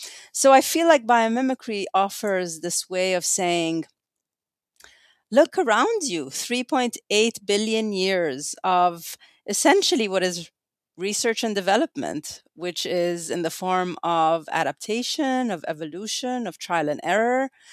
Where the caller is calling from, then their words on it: Tempe, Arizona, United States; I'm calling in from Tempe, Arizona, right in the heart of the Sonoran Desert